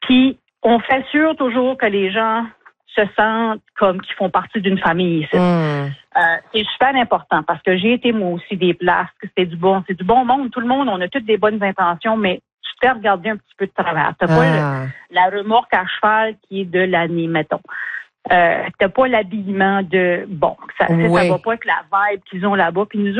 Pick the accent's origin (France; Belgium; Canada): Canada; Edmundston, New Brunswick; born or raised there; also born or lived in Moncton